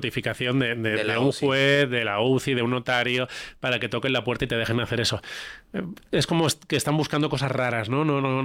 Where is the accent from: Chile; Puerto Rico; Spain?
Spain